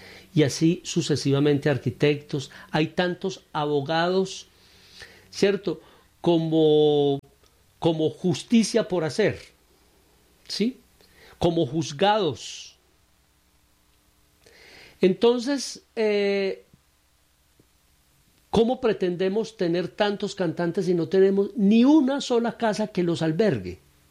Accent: Colombia; now in Medellín, Colombia; nosotros no tenemos un solo teatro en Colombia de ópera.

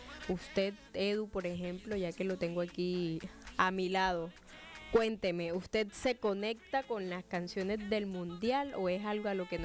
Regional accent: Colombia; nosotros como colombianos

